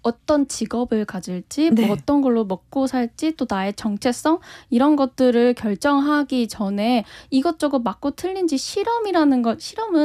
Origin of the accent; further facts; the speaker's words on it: Seoul, South Korea; moved away as an adult; now in Jeonju, South Korea; 서울 제가 나고 자랐다고 해서